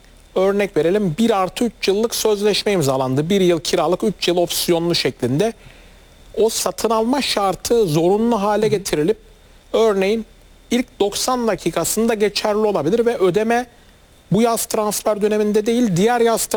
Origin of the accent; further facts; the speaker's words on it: Adana, Turkey; Mesela benim memleketim Adana Demirspor.